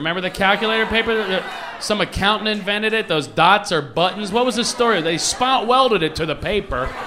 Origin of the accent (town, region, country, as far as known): Philadelphia, Pennsylvania, United States; born or raised there